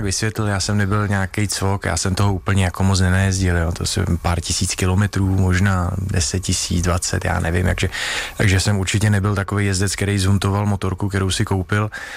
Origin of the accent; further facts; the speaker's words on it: České Budějovice, South Bohemian Region, Czechia; já jsem se učil německy odmala, protože jsem vyrůstal v Českých Budějovicích a to bylo blíž k tomu Rakousku